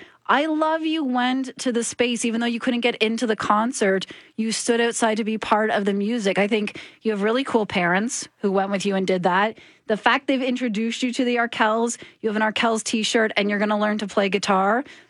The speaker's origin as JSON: {"language": "English", "town": "Oshawa", "region": "Ontario", "country": "Canada", "tie": "born or raised there", "said": "my hometown of Oshawa"}